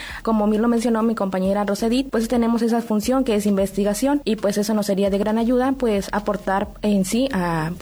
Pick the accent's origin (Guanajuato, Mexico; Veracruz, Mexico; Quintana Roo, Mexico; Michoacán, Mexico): Veracruz, Mexico; Tantoyuca; yo soy del estado de Veracruz, en Tantoyuca